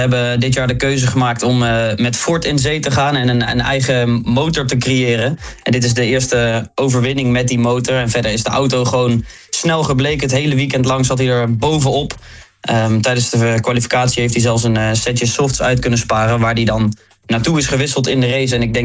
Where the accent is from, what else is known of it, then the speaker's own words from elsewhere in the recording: Netherlands; laten we hopen als Nederlanders dat hij nog een paar races kan gaan winnen.